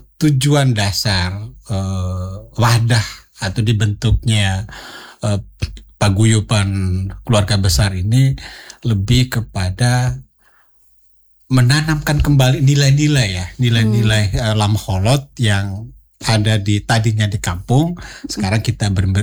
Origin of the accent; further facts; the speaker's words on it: East Nusa Tenggara, Indonesia; now in Kupang, Indonesia; itu sebetulnya mengidentifikasi kami sebagai orang Lamholot.